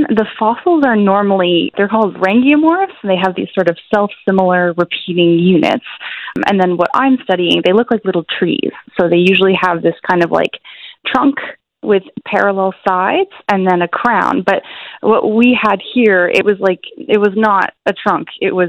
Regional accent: Ontario, Canada; moved away as an adult; now in Newfoundland and Labrador, Canada; I'm originally from Ontario

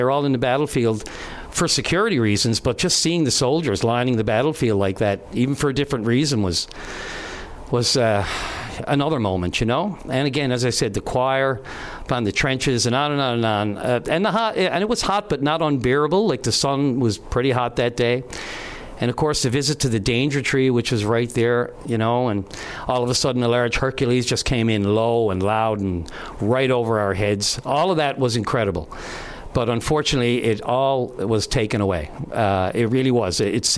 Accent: Newfoundland and Labrador, Canada; It offended me as a Newfoundlander.

